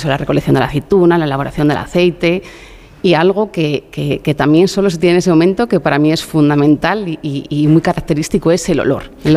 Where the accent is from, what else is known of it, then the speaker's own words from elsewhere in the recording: Spain; pues como buenos españoles, lo consumimos todos los días